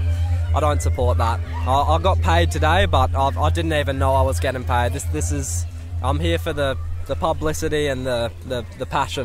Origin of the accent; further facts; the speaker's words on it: Bellingen, New South Wales, Australia; growing up in Bello, this is the essence of Bellingen, is having these kind of little gatherings.